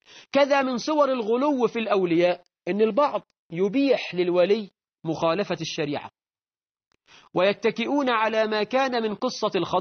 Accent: Egypt; موجودة عندنا في مصر في منطقة اللسان في دمياط

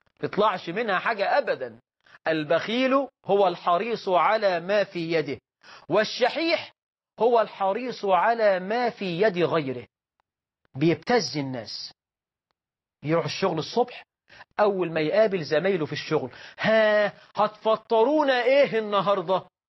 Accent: Egypt

